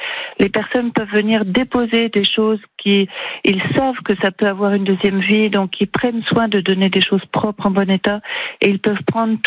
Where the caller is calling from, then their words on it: Pays de la Loire, France; J'habite à Roisey-sur-Sarthe, à 17 km ouest du Mans.